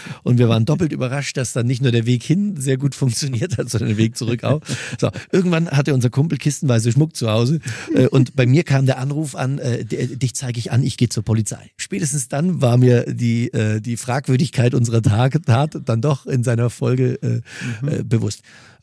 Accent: Mühldorf am Inn, Bavaria, Germany

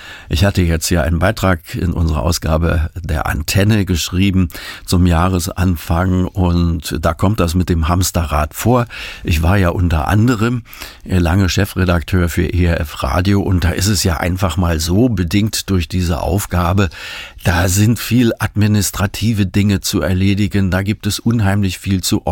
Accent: Berlin, Germany; also born or lived in Thuringia; now in Wetzlar, Germany; ich bin und werde immer im Herzen Berliner bleiben. Denn ich bin in West-Berlin geboren, dort aufgewachsen

